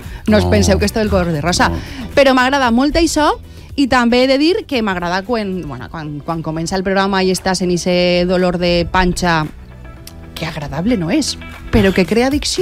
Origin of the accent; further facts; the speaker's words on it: Quart de les Valls, Valencian Community, Spain; born there; also born or lived in Puçol; Jo és que tinc dos pobles. Ah, bueno. Que això que es quede clar perquè no vull que ningú se m'enfadi. Vale. Jo soc nascuda en Pusol i m'ha criat allí 6 anys, però jo després me n'he anat a viure a Quart de les Valls i ne porte 40 allí.